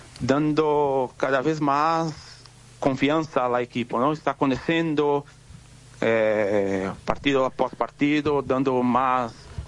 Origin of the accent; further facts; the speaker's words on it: Brazil; Spanish is a second language; somos acá en Brasil